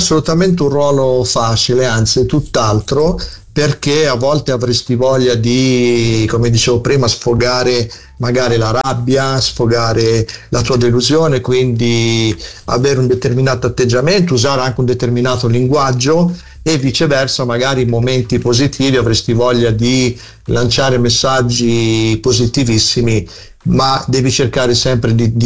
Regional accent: Florence, Tuscany, Italy; now in Romagna, Italy; io sono 30 anni che abito in Romagna, ma sono originario di San Frediano, e per me tutte le volte che vengo a Firenze è un pianto d'amore, di nostalgia

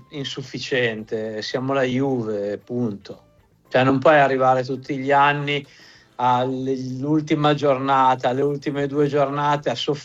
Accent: Piedmont, Italy; siamo piemontesi

